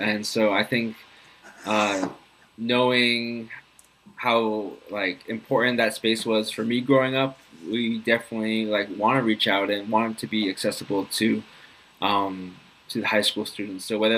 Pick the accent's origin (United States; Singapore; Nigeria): Singapore; moved away as an adult; growing up in Singapore